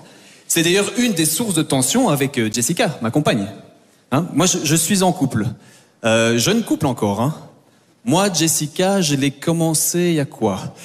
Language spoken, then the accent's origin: French; Belgium